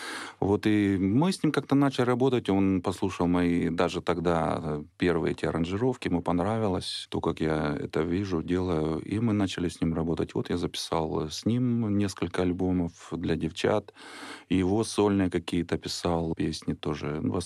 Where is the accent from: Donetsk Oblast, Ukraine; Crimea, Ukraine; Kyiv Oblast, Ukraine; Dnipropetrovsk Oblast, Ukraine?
Donetsk Oblast, Ukraine; Mariupol; Детство у меня прошло в моем родном городе, в Мариуполе, уже в небезызвестном.